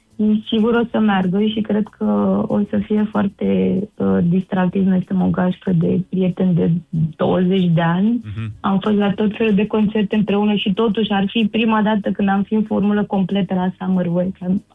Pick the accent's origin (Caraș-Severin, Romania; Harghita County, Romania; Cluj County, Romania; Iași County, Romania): Iași County, Romania; Iași; Energia vine și de la faptul că avem o mătușă care este în Buftea. Noi suntem de la Iași.